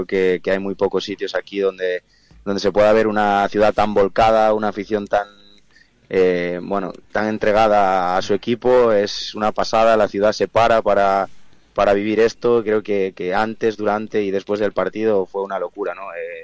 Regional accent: A Coruña, Galicia, Spain; conseguir llegar a Primera División con el equipo de mi tierra.

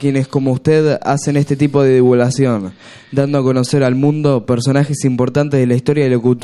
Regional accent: Patagonia, Chile; born there; Soy chileno, nacido en la Patagonia Austral. Tengo 42 años y desde chico crecí rodeado de folclore argentino.

